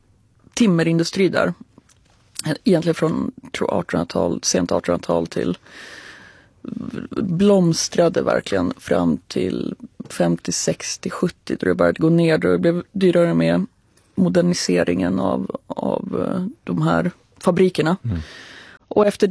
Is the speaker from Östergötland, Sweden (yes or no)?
no; Kramfors, Västernorrland County, Sweden; moved away; Kramfors är platsen där jag växte upp. Mm. Det är en liten bruksort.